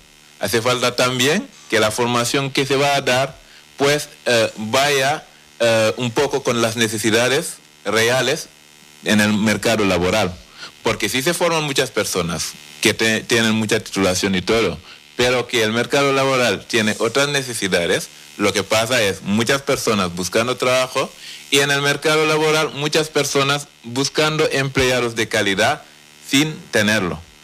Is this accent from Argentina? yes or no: no; Senegal